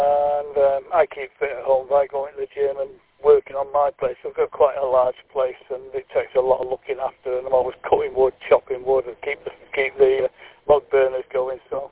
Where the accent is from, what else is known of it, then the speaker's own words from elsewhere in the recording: Manchester, North West England, United Kingdom; moved away as an adult; now in Wrexham, United Kingdom; We live over near Wrexham, but we're from Manchester originally. And moved out into Wrexham about 2011.